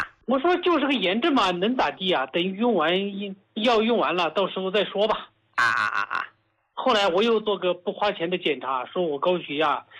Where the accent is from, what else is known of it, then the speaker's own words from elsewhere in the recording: Hubei, China; 我是湖北人，